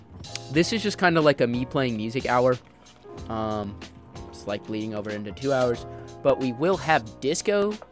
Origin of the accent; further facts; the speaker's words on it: St. Louis, Missouri, United States; I picked up a while back at one of my hometown record stores. It's a very popular one in St. Louis.